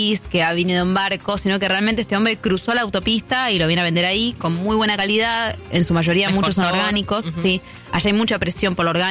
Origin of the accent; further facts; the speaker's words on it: Argentina; yo soy de Argentina, yo también produzco un montón de frutas y verduras